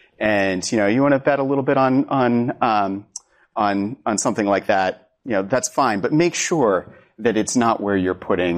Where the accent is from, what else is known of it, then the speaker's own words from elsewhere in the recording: United States; moved away as an adult; now in London, United Kingdom; so you can tell from my accent, obviously I'm American, but transplanted to London 2 years ago to lead Vanguard's European business.